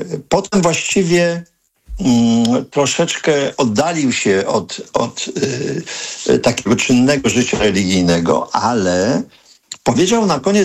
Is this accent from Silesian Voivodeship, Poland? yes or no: yes; Sosnowiec, Silesian Voivodeship, Poland; born or raised there